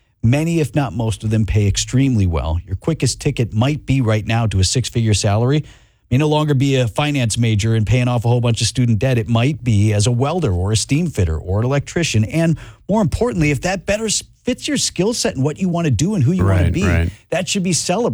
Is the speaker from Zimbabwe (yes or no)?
no; Wauwatosa, Wisconsin, United States; my hometown of Wauwatosa.